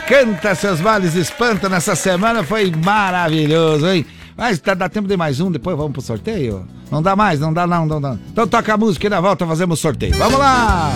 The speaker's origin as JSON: {"language": "Portuguese", "town": "Passo Fundo", "region": "Rio Grande do Sul", "country": "Brazil", "tie": "born there", "said": "No Alto da Serra. No Alto da Serra. É. Onde eu nasci."}